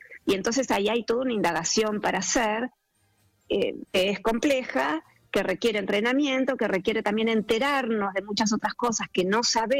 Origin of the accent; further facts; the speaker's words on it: Argentina; yo soy argentina, vivo en Buenos Aires